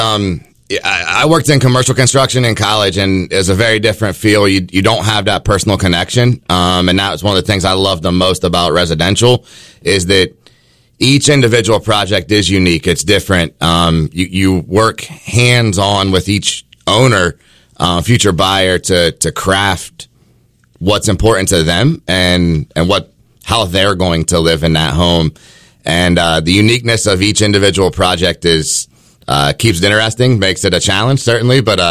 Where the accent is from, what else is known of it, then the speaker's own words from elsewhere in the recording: Ohio, United States; I grew up in the industry. I'm from West Central Ohio, and construction was the family business.